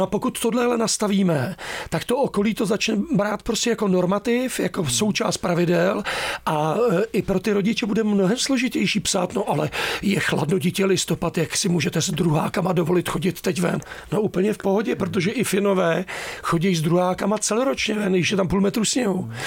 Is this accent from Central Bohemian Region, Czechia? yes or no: yes; Příbram, Central Bohemian Region, Czechia; No samozřejmě, já jsem Příbramák, jsem z Brd